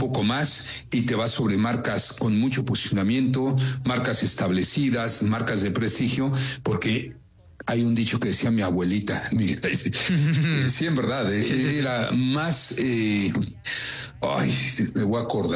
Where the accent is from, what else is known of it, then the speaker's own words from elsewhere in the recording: Yucatán, Mexico; si hay gente exigente, somos los yucatecos. Son ustedes, somos nosotros.